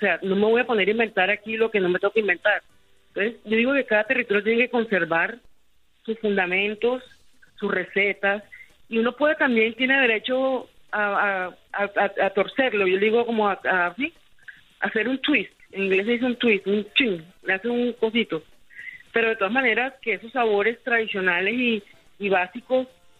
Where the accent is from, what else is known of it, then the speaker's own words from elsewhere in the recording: Caribbean Region, Colombia; Yo no sirvo de nada como costeña, cocinera costeña y reconocida aquí y allá, sin dejar claro que mi herencia y mis conocimientos salen de un territorio